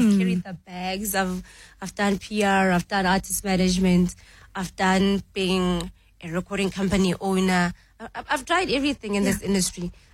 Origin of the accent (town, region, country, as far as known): Alexandra, Gauteng, South Africa; born or raised there